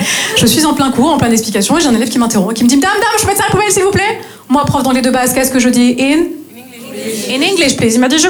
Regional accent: north-east France, France; now in Marseille, France; Je viens du nord-est de la France. Et je me suis installée ici à Marseille il y a tout juste 3 ans et demi.

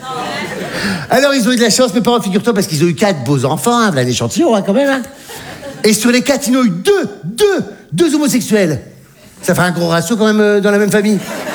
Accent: Hauts-de-France, France; là d'où je viens, c'est bien. Ah si, je peux dire que c'est bien. Parce que moi, j'ai un petit village du Nord, là-haut, là, tu sais, à la frontière belge.

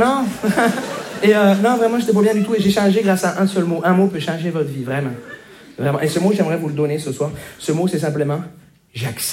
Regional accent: Montreal, Quebec, Canada; Bonjour, je me présente … je viens de Montréal.

